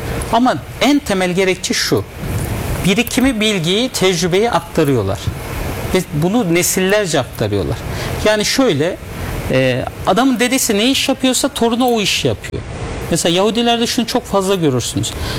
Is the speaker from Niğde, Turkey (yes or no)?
yes; Çiftlik district, Niğde, Turkey; ben Niğde Çiftlik ilçesindenim. 88 doğumluyum.